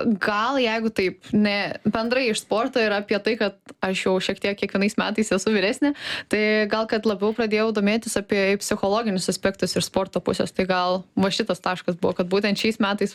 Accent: Ignalina, Utena County, Lithuania; aš kilusi iš Ignalinos

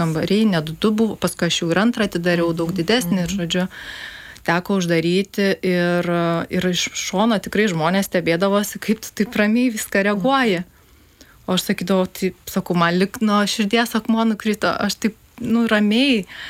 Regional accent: Panevėžys, Panevėžys County, Lithuania; Taip, aš iš Panevėžio.

